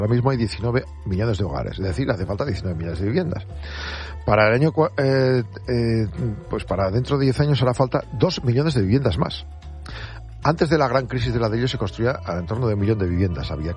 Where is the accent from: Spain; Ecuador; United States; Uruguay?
Spain; Castile and León; Por ejemplo, en mi pueblo, en Burgos, un pueblo pequeñito, por 200 euros tienes un piso alquilado.